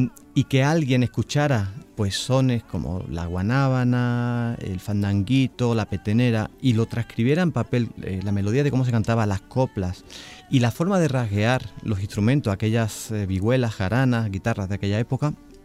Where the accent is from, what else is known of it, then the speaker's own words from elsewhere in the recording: Seville, Andalusia, Spain; now in Mexico City, Mexico; yo soy de Sevilla